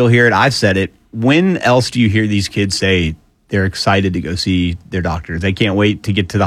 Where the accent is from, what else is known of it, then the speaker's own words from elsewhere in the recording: Alpharetta, Georgia, United States; I grew up in Alpharetta. I was 20 minutes from Scottish Rite.